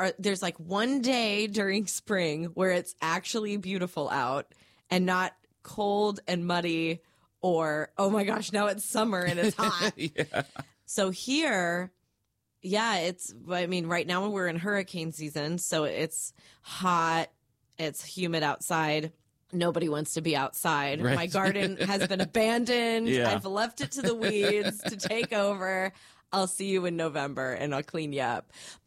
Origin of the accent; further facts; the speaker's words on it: Midwest, United States; now in Florida, United States; Where I grew up in the Midwest, you have four very distinct seasons